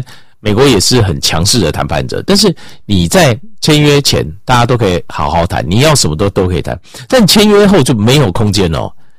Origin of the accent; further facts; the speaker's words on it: Taiwan; 包括我们台湾人早期也没有法律观念，原因就是因为我们很多祖先都从中国来，